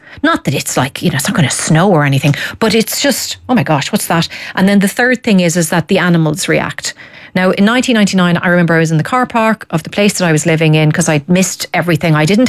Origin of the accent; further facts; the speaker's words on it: Dundalk, Leinster, Ireland; I'm in Dundalk, my hometown.